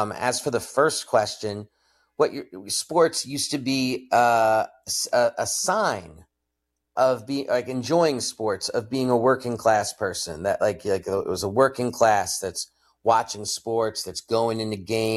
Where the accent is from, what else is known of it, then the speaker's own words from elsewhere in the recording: New York City, New York, United States; I'm from New York City.